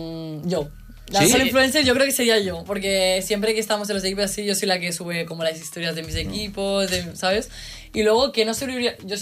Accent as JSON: {"language": "Spanish", "region": "Andalusia", "country": "Spain", "said": "Porque yo en mi casa siempre se escucha flamenco, en plan, somos muy andaluces, ¿sabes? Mi familia es andaluza, entonces el flamenco se lleva por la sangre."}